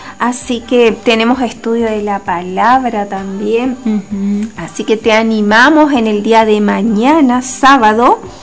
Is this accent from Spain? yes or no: no; Corrientes, Argentina; soy más correntina que...